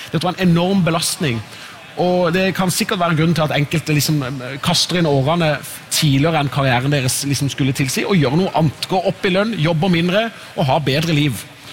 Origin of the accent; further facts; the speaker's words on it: Southern Norway, Norway; now in Oslo, Norway; Jeg opplever at den virkeligheten jeg ser når jeg er hjemme på Sørlandet, på bygda der jeg kommer fra, masse flott der, det er ikke det at det er et elendig sted